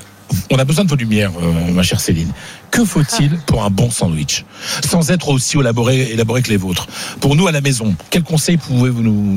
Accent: Hauts-de-France, France; Alors moi, je suis du Pas-de-Calais, hein. Ma grand-mère faisait le beurre, j'en mets partout.

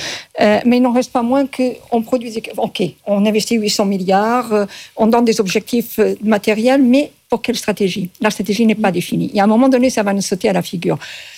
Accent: Portugal; Moi, je suis portugaise à 100%.

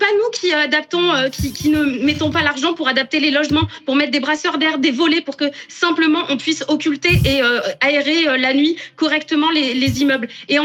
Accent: Nouvelle-Aquitaine, France; Enfin, moi, j'habite en Gironde, j'ai grandi en Gironde. C'est mon département qui a cramé.

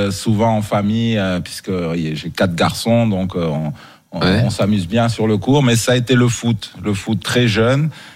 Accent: Rabat, Rabat-Salé-Kénitra, Morocco; moved away as an adult; also born or lived in Barcelona; Moi, j'ai grandi à Rabat.

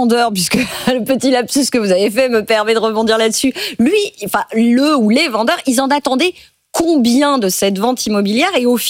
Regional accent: Normandy, France; Pas moi. Je suis plutôt normande.

